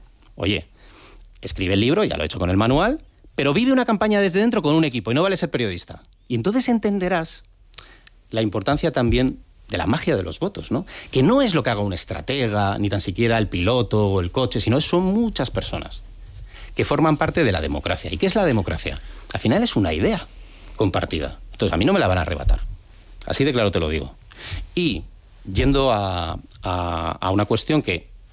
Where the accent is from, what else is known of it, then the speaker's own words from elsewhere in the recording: San Sebastián, Basque Country, Spain; now in Madrid, Spain; yo cuando llegué de Donosti a Madrid